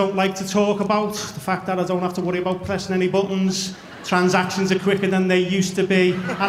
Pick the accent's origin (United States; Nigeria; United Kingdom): United Kingdom; Bootle, North West England; I'm from Bootle, right?